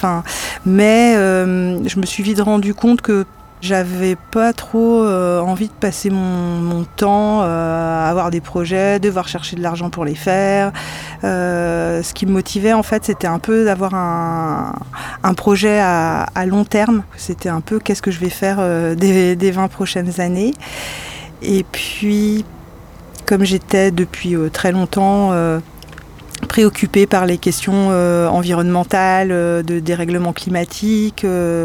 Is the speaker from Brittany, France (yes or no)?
yes; Callac, Brittany, France; parce que moi j'ai grandi en centre-Bretagne, à Calac, donc dans un milieu assez rural